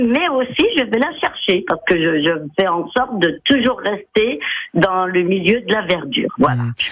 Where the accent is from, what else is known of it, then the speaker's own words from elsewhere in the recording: Bourgogne-Franche-Comté, France; now in Sardieu, France; moi, j'ai vécu dans ma jeunesse, mon enfance en Bourgogne, et donc en pleine prairie.